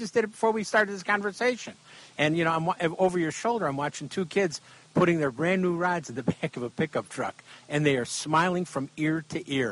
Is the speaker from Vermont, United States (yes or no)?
no; Chicago, Illinois, United States; you're talking to a guy that grew up in the middle of the city of Chicago. I grew up behind the stockyards.